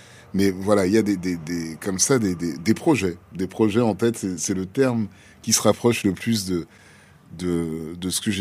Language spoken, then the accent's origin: French; Dakar, Senegal; Donc, c'était tout parce que comme j'ai grandi à Dakar, il y a tout un pan aussi de la jeunesse diasporique que je n'ai pas forcément.